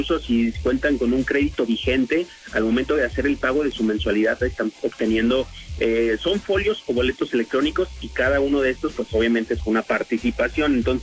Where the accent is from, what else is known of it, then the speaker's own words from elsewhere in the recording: Mexico; nos hace como mexicanos